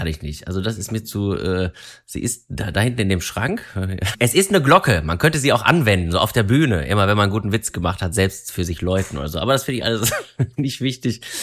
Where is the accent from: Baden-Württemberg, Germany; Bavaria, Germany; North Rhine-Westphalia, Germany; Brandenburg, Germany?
North Rhine-Westphalia, Germany; Wuppertal; born there; now in Berlin, Germany; Liedermacher aus Berlin, gebürtiger Wuppertaler, aber seit vielen, vielen Jahren in Berlin, Jahrzehnten bald.